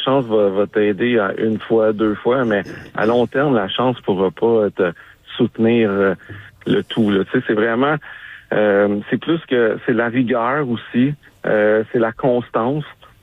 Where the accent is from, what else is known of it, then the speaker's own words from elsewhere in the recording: Longueuil, Quebec, Canada; je viens des HLM de Longueuil sur l'aide sociale.